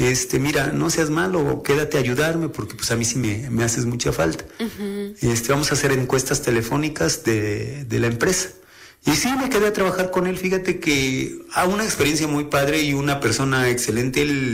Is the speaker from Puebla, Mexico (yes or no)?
yes; Oriental, Puebla, Mexico; born or raised there; also born or lived in Xalapa